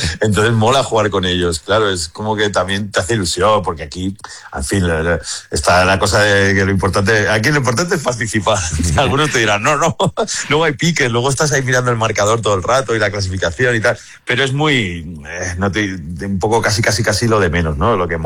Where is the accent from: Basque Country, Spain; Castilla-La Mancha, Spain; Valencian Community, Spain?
Valencian Community, Spain; Valencia; soy de Valencia